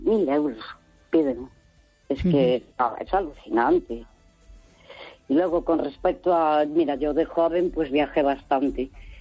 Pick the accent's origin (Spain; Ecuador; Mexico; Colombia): Spain; Santiago de Compostela, Galicia; Porque yo soy de Santiago de toda la vida, mi abuelo de Santiago, mi bisabuelo, toda mi familia.